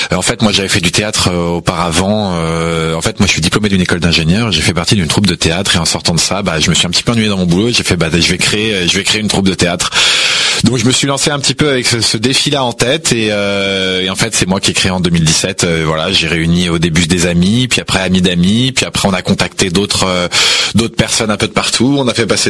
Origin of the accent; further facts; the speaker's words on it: Meudon, Île-de-France, France; moi je suis né à Meudon, donc dans le 92. J'ai toujours grandi en Île-de-France et j'ai toujours été en Île-de-France